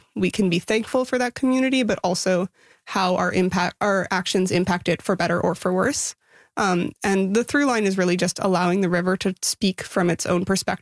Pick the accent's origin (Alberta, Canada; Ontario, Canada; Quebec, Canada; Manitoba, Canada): Quebec, Canada; Montreal; I grew up in Montreal